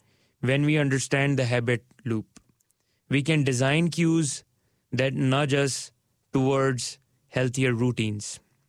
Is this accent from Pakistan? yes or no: yes; Karachi, Sindh, Pakistan; now in Dunedin, New Zealand; Growing up in Pakistan and later moving to Aotearoa, New Zealand, I saw how environment shapes habits. My parents' home in Karachi had a courtyard where neighbors gathered every evening for tea and conversation.